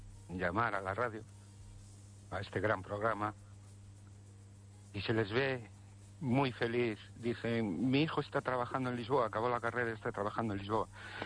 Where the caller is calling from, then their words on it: Ourense, Galicia, Spain; Buenas noches, Estéreo Ente … de Orense.